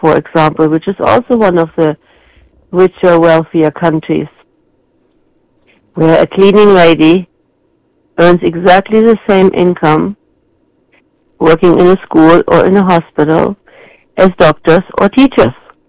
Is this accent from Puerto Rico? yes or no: no; Germany; moved away as an adult; also born or lived in South America; now in Plainfield, United States; I grew up in Germany and lived there until I was 29, and then 2 years in South America teaching on a German school.